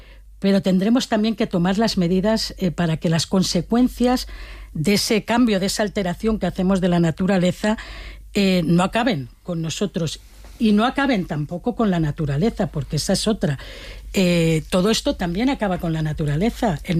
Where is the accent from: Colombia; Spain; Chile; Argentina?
Spain; Valencian Community; Yo he vivido muchas danas, soy valenciana y es algo común en el otoño.